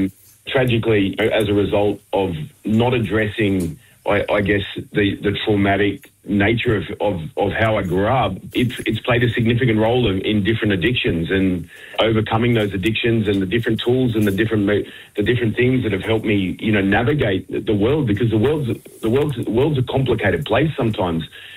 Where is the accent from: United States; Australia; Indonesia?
Australia; Sydney, New South Wales; But like Quaden, I didn't grow up on country. I wasn't afforded that privilege. And I grew up down in Sydney, you know, but I was, you know, nurtured by, predominantly around Redfern, Waterloo and that area growing up.